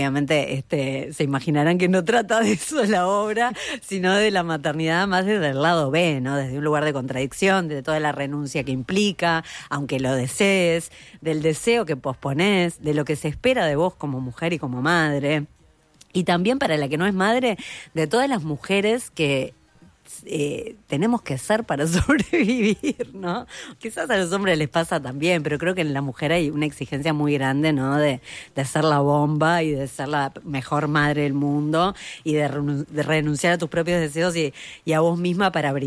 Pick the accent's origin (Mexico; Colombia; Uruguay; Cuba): Uruguay; soy una actriz uruguaya